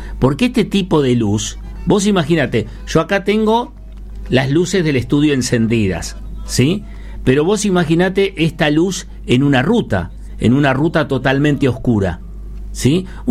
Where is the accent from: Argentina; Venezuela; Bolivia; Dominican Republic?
Argentina; Santiago del Estero; Ustedes saben que nosotros apuntamos mucho a Santiago del Estero porque somos oriundos de Santiago, ¿sí?